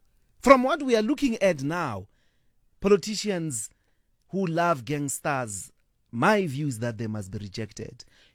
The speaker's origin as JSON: {"language": "English", "country": "South Africa", "said": "not do it as an event, as a permanent, constant intervention of being a South African"}